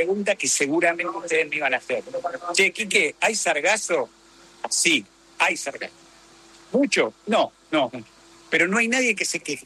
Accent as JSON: {"language": "Spanish", "country": "Argentina"}